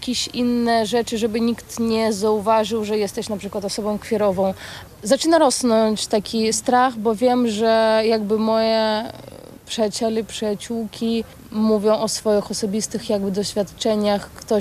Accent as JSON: {"language": "Polish", "country": "Belarus", "second_language": "Polish", "moved": "yes", "lives_now": "Poland", "said": "w codzienności rozmawiam w języku białoruskim oraz w języku polskim. Nie udaję siebie za Polkę. Jestem Białorusinką"}